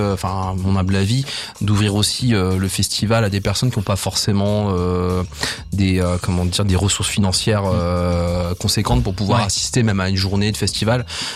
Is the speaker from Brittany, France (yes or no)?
no; Les Grandes-Loges, Grand Est, France; moi je suis originaire des Grandes Loges et Juvigny, enfin on est voisins